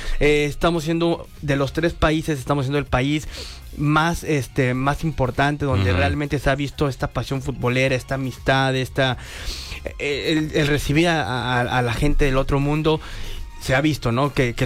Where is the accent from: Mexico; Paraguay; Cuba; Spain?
Mexico; esa fantasía que tenemos como mexicanos